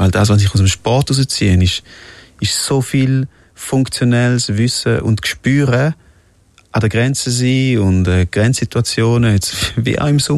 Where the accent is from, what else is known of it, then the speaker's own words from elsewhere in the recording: Switzerland; Aber ich bin Schweizer, ich bin mega stolz und für mich ist es mega schön gewesen, hier aufzuwachsen, und ich will auch hier bleiben.